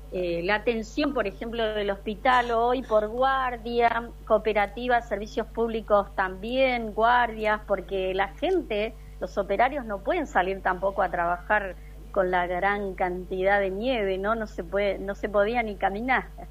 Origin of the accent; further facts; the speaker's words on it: Gualeguaychú, Entre Ríos, Argentina; now in Patagonia, Argentina; Yo soy entrerriana, de Gualeguaychú, hace muchos años que vivo acá en la Patagonia.